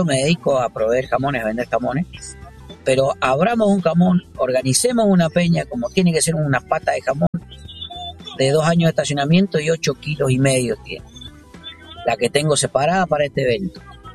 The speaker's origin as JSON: {"language": "Spanish", "region": "Mendoza", "country": "Argentina", "lives_now": "Río Cuarto, Argentina", "said": "un mendocino querenciado en Río Cuarto."}